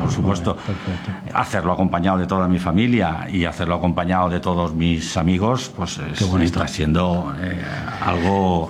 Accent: Ibi, Valencian Community, Spain; Madre mía, soy de IBI, mi familia es de IBI de toda la vida.

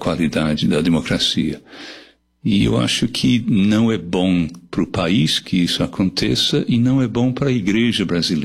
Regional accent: England, United Kingdom; Portuguese is a second language; now in Brazil; Eu nasci na Inglaterra, nascido e criado na Inglaterra, eu moro no Brasil desde 1976, então 50 anos.

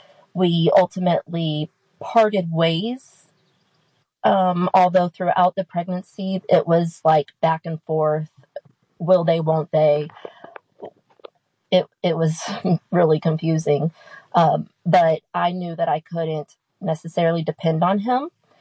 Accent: Salem, Missouri, United States; now in St. James, United States; I'm from Salem, Missouri, originally. Grew up there, moved to Rolla, Missouri as an adult, lived there for about 10 years, and now I am a homeowner in St. James, Missouri with my husband and family.

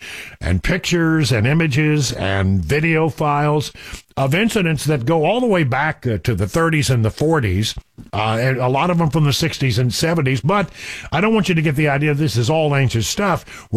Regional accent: Odessa, Texas, United States; born or raised there; now in Nashville, United States

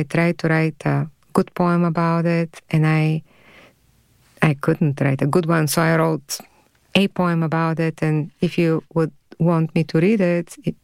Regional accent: Burgas, Burgas Province, Bulgaria; now in Kentucky, United States; I was born and raised in Bulgaria, and I grew up in the city of Burgas, which is on the Black Sea. And I lived in an apartment on the 8th floor

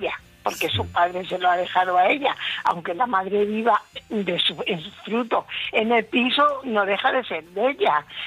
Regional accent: Valladolid, Castile and León, Spain; De Burgos, eso, y yo soy de Valladolid.

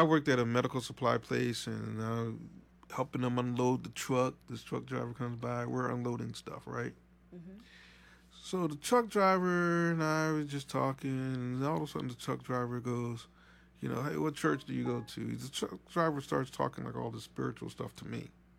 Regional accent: Pennsylvania, United States; we're from Pennsylvania.

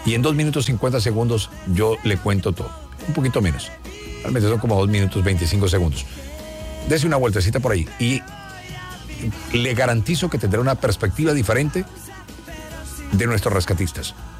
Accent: Colombia; Como colombianos tenemos que levantar el país.

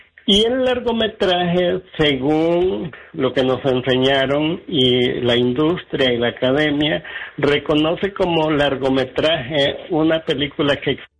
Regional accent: Mexico; Yo siempre digo que como mexicano

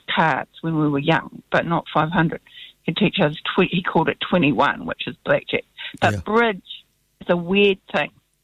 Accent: Invercargill, Southland, New Zealand; born there; born down in Invercargill Hospital where it's now a McDonald's, you know, I was born in Invercargill.

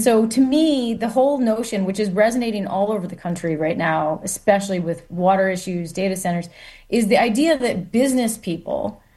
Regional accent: Michigan, United States; I think, to me, growing up in Michigan, I was born in 1979, grew up in the 80s. It was a union place.

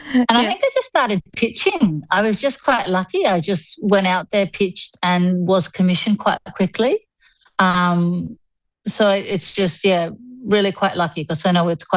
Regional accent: Sydney, New South Wales, Australia; now in Oxford, United Kingdom; Yes, yes, yeah. We're from Sydney. We're actually doing a house swap at the moment, met a lovely lady online. So we're living in her home in Oxford.

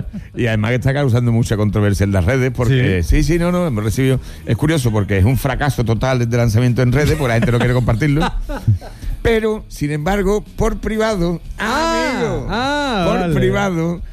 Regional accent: Seville, Andalusia, Spain; born there; moved away as an adult; now in El Bosque, Spain; Yo soy sevillano de nacimiento, pero bosqueño de adopción.

